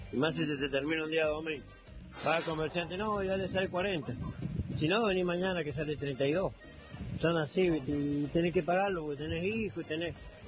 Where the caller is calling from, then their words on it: Cuadro Venegas, Mendoza, Argentina; de Cuadro Venegas.